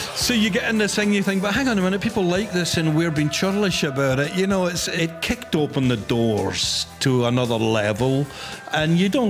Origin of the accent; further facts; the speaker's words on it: Glasgow, Scotland, United Kingdom; All starts with growing up in Glasgow.